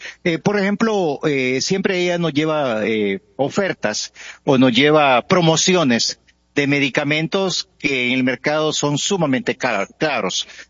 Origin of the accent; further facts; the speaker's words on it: Honduras; Nosotros somos hondureños